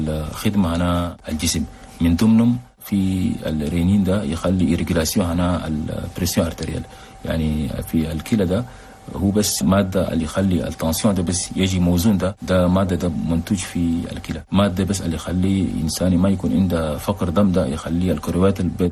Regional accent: Chad; هسه عندنا في تشاد

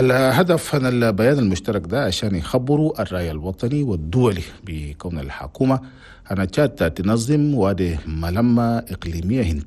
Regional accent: Chad; هنا بلدنا تشاد

